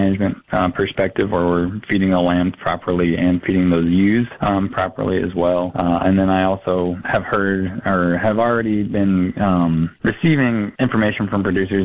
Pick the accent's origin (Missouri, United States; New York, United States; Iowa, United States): Missouri, United States; moved away as an adult; also born or lived in Utah; now in Brookings, United States; I came from Missouri. I grew up on a family farm there where we had a modest-sized cow-calf operation